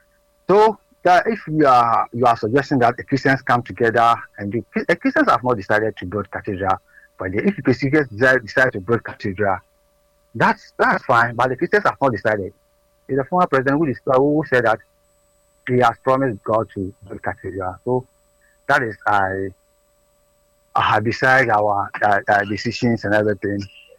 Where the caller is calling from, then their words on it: Takoradi, Western Region, Ghana; from Takoradi.